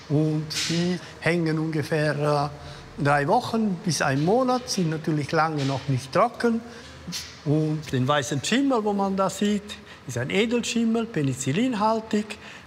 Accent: Zernez, Graubünden, Switzerland; Ich bin ja aufgewachsen in Zernetz, in der Metzgerei von meinem Vater.

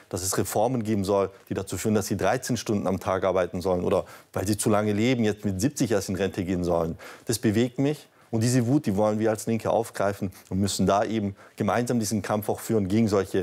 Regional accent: Waiblingen, Baden-Württemberg, Germany; vor Ort in Waiblingen, der Heimatstadt, wo ich herkomme, mich eingesetzt habe für Räume für Jugendliche

